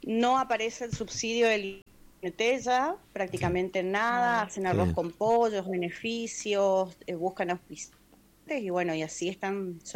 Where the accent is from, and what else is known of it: Argentina